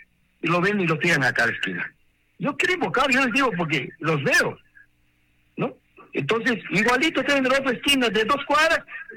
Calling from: Peru; soy vecino de Santa Rosa

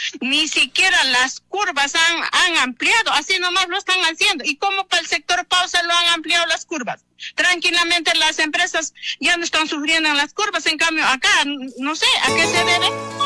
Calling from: Chaviña, Ayacucho, Peru

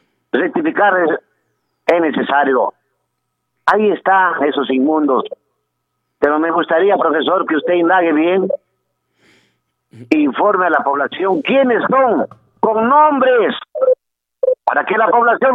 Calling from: Peru; somos los peruanos

